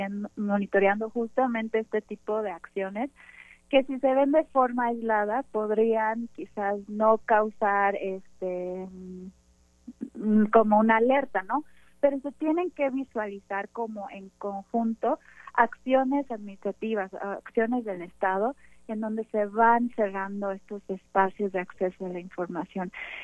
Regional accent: Mexico

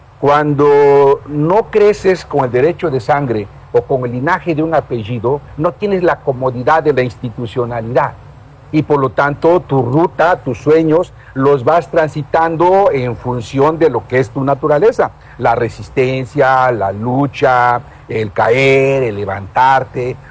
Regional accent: Tlalixtaquilla de Maldonado, Guerrero, Mexico; born or raised there; moved away; also born or lived in Alcozauca

